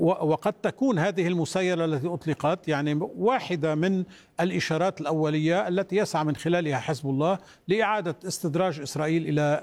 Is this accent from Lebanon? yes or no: yes; Lebanon; وهذا ما لا نريد أن نفهمه كلبنانيين